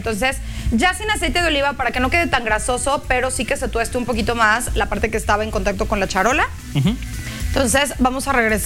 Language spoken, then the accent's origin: Spanish; Mexico; nosotros como mexicanos